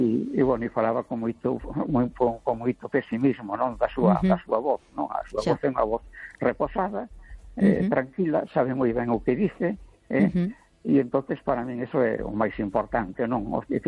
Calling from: A Coruña, Galicia, Spain; da Coruña.

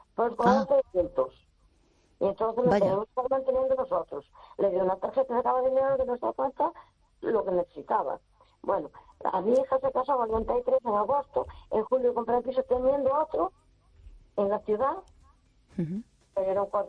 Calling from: A Coruña, Galicia, Spain; de Coruña.

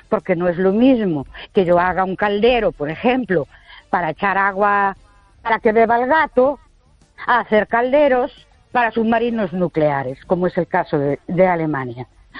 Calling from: Ourense, Galicia, Spain; de Ourense.

